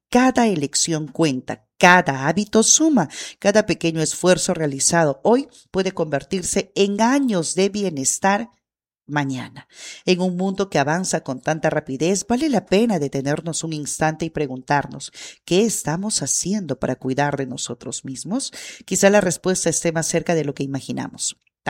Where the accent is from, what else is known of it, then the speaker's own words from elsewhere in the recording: Peru; nuestra identidad como peruanos.